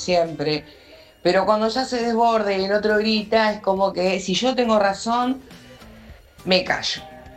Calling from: General Rodríguez, Buenos Aires Province, Argentina; de General Rodríguez.

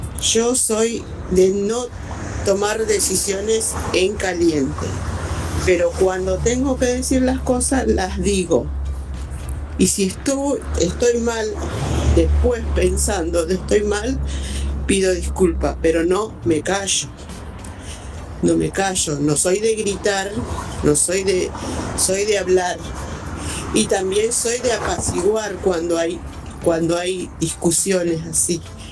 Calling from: Presidente Derqui, Buenos Aires Province, Argentina; de Derqui.

